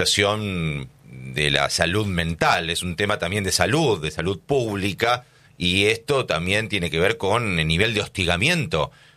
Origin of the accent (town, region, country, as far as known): Argentina